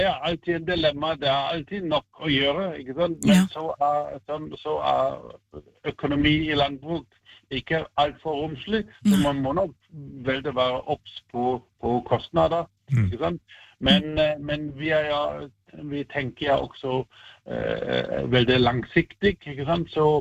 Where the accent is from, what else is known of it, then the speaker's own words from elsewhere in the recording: Germany; Norwegian is a second language; moved away as an adult; now in Norway; du hører jeg sikkert fra tonen at jeg ikke har vært født i Norge, så jeg er tysk, og jeg kom til Norge for 30 år siden